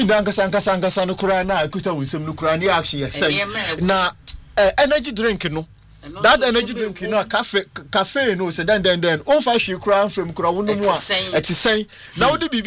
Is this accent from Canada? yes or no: no; South Africa; as a South African so me see obey people are not narrating the narrative tells us how they live and the way they do things.